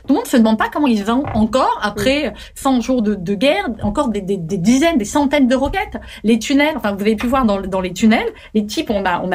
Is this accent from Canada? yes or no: no; France; Nous, pour le Bataclan, j'ai envie de dire parce qu'on est français, évidemment qu'on a souffert.